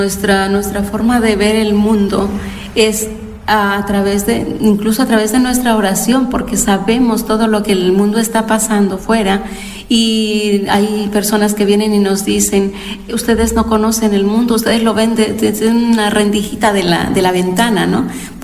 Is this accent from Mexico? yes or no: yes; Mexico; moved away as an adult; now in Montijo, Spain